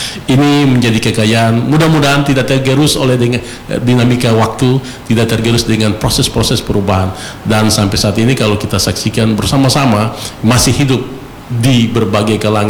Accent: Maluku, Indonesia; leluhur kita orang Ke

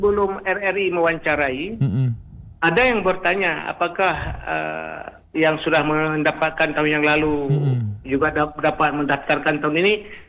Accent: Banda Aceh, Aceh, Indonesia; tahun yang lalu, itu kampung saya misalnya.

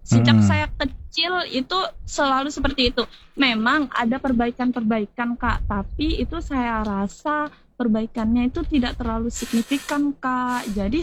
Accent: Pulang Pisau, Central Kalimantan, Indonesia; now in Palangkaraya, Indonesia; Nah, saya stay di Palangkaraya, tapi kebetulan saya itu asalnya dari daerah Kabupaten Pulang Pisau, Kak, tepatnya di Kecamatan Sumbangakuala.

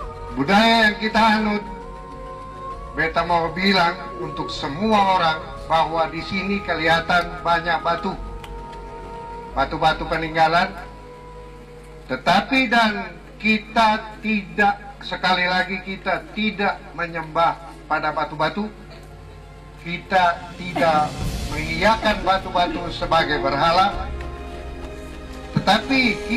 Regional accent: Soya, Maluku, Indonesia; sebagai orang Soya yang mempunyai satu kebiasaan adat yang sudah diturunkan oleh leluhur

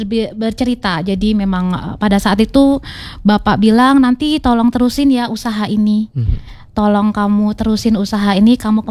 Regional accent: Yogyakarta, Special Region of Yogyakarta, Indonesia; Kebetulan karena asli kami dari Jogja ya, Kak.

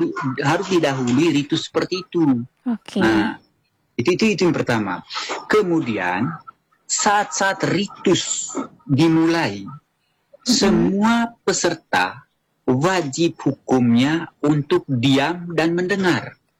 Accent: East Nusa Tenggara, Indonesia; Kalau selaku orang Manggarai, bagi orang-orang tua, memang dia pahami bahwa ada aturan-aturan khususnya.

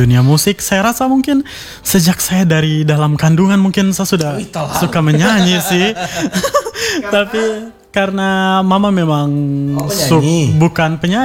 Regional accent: Waingapu, East Nusa Tenggara, Indonesia; now in Kupang, Indonesia; Saya mahasiswa ilmu komunikasi Universitas Nusa Cendana. Dan saya berasal dari Kabupaten Sumba Timur, tepatnya di Kota Waingapu.

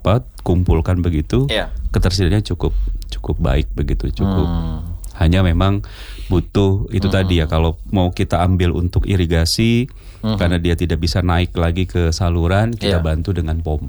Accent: Kalimantan, Indonesia; Saya asli Kalimantan.

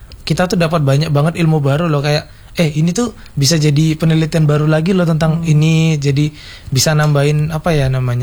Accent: Pekanbaru, Riau, Indonesia; now in Jember, Indonesia; Jadi saya itu lahirnya di sini karena memang keluarga asli di sini, cuman karena orang tua bekerja di Riau di Pekanbaru, itu akhirnya saya pindah dari lahir.

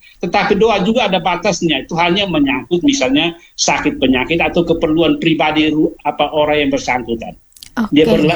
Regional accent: East Nusa Tenggara, Indonesia; Nah, kita sekarang ini, Ibu, kalau kami orang Timur yang berbahasa Dawan, yang walaupun sudah beragama itu, menyebut Tuhan Allah itu dengan istilah Wisnu.

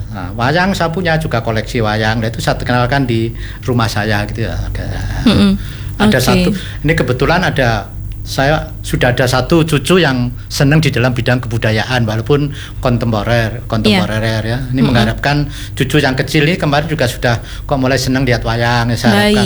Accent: Java, Indonesia; Kebetulan karena saya orang Jawa, jadi di rumah saya itu ya ada wayang.

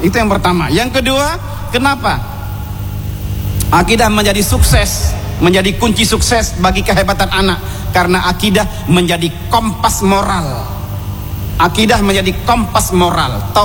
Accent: Aceh, Indonesia; aku anak Aceh, aku Muslim, maka apalagi aku membawa marwah nama Aceh

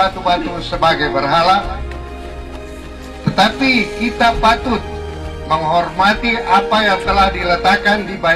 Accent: Soya, Maluku, Indonesia; sebagai orang Soya yang mempunyai satu kebiasaan adat yang sudah diturunkan oleh leluhur sehingga negeri ini terbentuk.

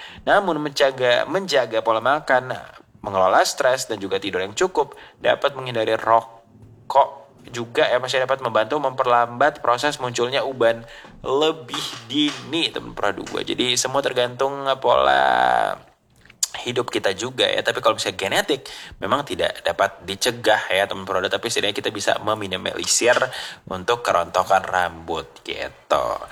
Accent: Indonesia; karena kita orang Indonesia, kita orang Asia

